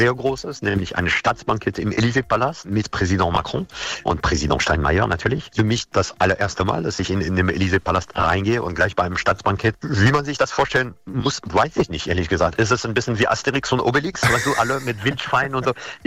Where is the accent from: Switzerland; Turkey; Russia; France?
France; Paris, Île-de-France; moved away as an adult; now in Germany; Du musst wissen, dass ich als Franzose in Paris geboren bin mit einer besonderen Familiengeschichte.